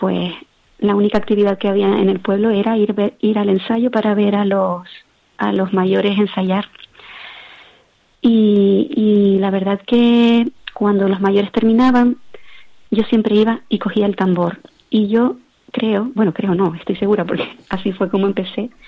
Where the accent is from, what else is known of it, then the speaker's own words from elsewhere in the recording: Sabinosa, Canary Islands, Spain; moved away as an adult; now in Frontera, Spain; yo también pasé muchos momentos de mi infancia en el Pozo de la Salud, que es justo el pueblo que está debajo de Sabinosa.